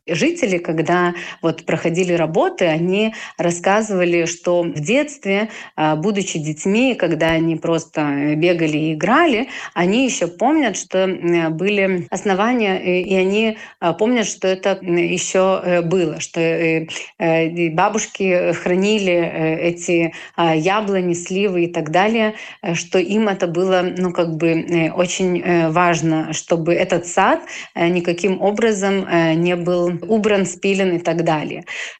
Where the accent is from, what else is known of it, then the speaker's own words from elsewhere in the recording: Nemėžis, Vilnius County, Lithuania; now in Grigiškės, Lithuania; мы являемся литовскими татарами, которых привез князь Витутас более чем 600 лет назад в Литву. И вот так же, как поселил татар в Немеже, мы сами из Немежа, Вильнюсского района